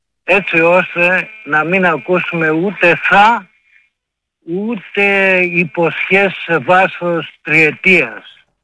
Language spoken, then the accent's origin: Greek; Elefsina, Attica, Greece; Εγώ είμαι από την Ελευσίνα.